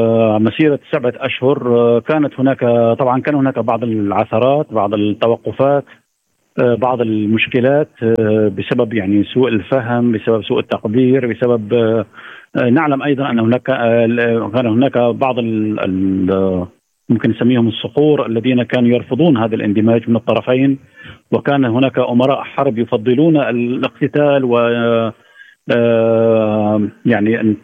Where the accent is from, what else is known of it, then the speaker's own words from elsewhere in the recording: Syria; بالنسبة لنا كسوريين أو بالنسبة لكل السوريين